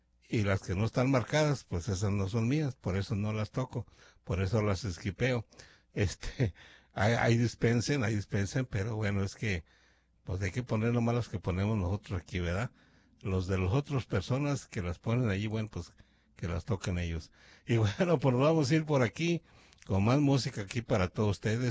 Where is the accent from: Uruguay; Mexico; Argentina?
Mexico